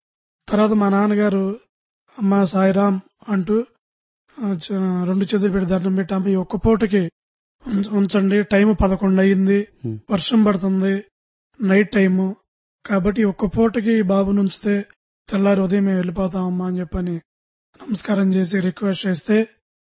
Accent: Guntur district, Andhra Pradesh, India; మాది ఆంధ్ర రాష్ట్రం గుంటూరు జిల్లా తెనాలి మండలం నందివేలు గ్రామ వాస్తవ్యులు.

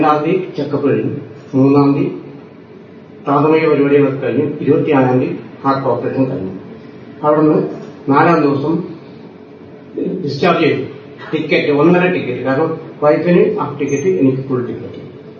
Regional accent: Kerala, India; ഞാൻ പാലാരൂർ സ്വദേശിയാണ്.

